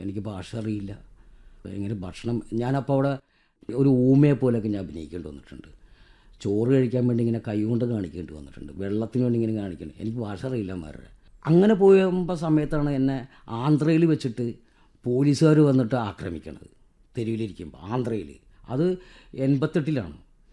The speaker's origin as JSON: {"language": "Malayalam", "region": "Kerala", "country": "India", "said": "നിങ്ങളെവിടെ നിന്ന് വരുന്നു? നമ്മൾ കേരള."}